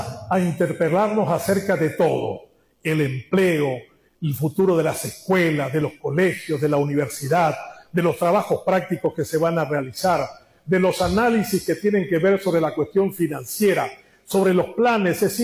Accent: Paraguay; Cuando regresé a Paraguay en el año 94

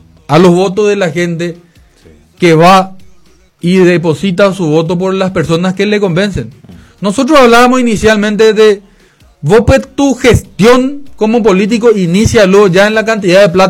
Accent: Paraguay

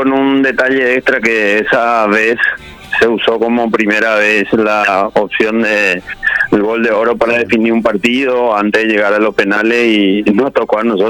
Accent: Paraguarí, Paraguay; born there; comencé muy temprano a jugar ya para mí en serio en el equipo de mi comunidad, en el 15 de mayo de Paraguarí, con 15 años

